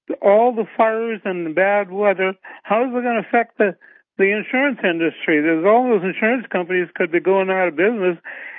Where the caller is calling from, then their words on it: Fargo, North Dakota, United States; From Fargo.